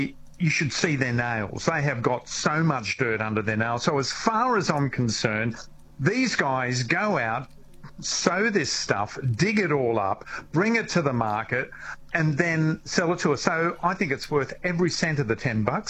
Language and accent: English; New South Wales, Australia; moved away; I came to Victoria 30 years ago, but in New South Wales, my mum actually had a fish shop.